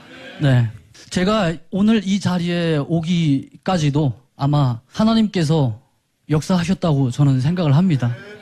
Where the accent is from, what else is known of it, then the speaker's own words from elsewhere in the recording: North Korea; 저도 사실 북한에서 태어났으니까 북한에서 어떻게 하나 좀 더 나은 삶을 찾기 위해서 그리고 더 나은 세상을 만들기 위해서 열심히 해야 된다고 생각을 했죠.